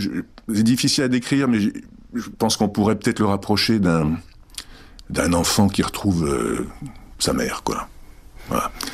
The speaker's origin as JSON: {"language": "French", "country": "France", "tie": "born there", "also_born_or_lived": "Czechoslovakia", "first_language": "Czech", "second_language": "French", "said": "à la maison, on parlait tchèque, donc il y avait d'abord la langue, qui était ma langue maternelle. Moi, je suis donc arrivé en France, j'avais un an et demi."}